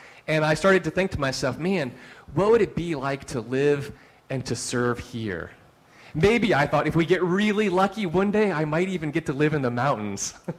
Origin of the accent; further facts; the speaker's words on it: Live Oak, Florida, United States; moved away as an adult; Leah and I grew up in North Florida, Live Oak to be precise, a really small town. From the time I was born to the time I went to college, I grew up in First United Methodist Church in Live Oak, Florida